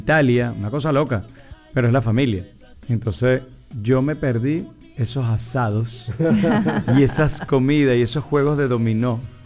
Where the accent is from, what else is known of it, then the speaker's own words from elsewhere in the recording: Venezuela; yo soy venezolano y hablo venezolano.